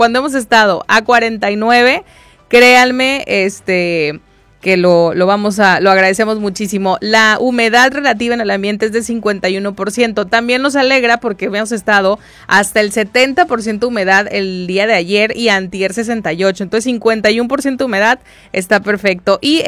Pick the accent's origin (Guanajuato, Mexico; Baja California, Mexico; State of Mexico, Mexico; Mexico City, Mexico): Baja California, Mexico; Mexicali; los que somos de Mexicali